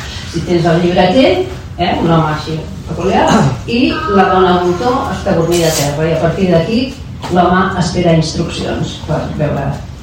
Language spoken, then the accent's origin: Catalan; Catalonia, Spain; on ja passejant per allà als anys 90 jo ja no reconeixia el meu barri, on he treballat, al carrer La Cera, on he anat a escola, al carrer Parlament, i avui en dia jo no reconec res d'aquesta ciutat